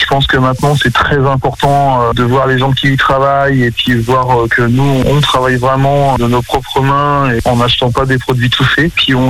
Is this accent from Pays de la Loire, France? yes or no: yes; Le Mans, Pays de la Loire, France; Moi, je suis originaire du Mans